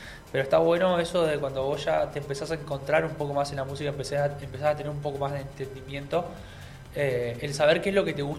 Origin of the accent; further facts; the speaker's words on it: Argentina; por cómo somos nosotros los argentinos, en realidad.